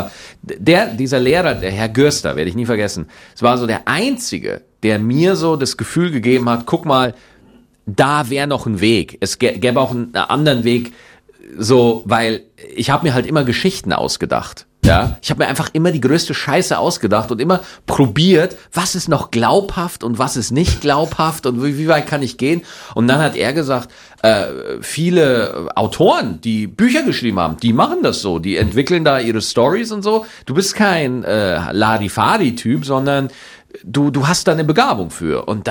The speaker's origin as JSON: {"language": "German", "town": "Schwarzach", "region": "Bavaria", "country": "Germany", "tie": "born or raised there", "said": "Also ich bin in Schwarzach zur Schule gegangen. Also es ist wirklich ein bayerisches Dorf."}